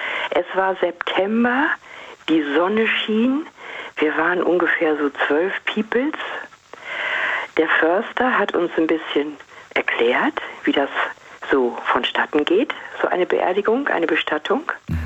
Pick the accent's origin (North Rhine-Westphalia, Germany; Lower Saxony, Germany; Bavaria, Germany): North Rhine-Westphalia, Germany; now in Bielefeld, Germany; in der Nähe von Kalletal-Erda. Ich bin also praktisch wieder zurückgegangen, mhm, so einen Schritt in meine Heimat, und habe mich da sau wohl gefühlt